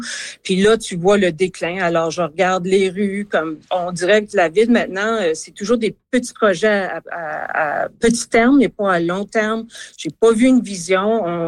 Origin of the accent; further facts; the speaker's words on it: Winnipeg, Manitoba, Canada; Oui, j'habite à Saint-Boniface.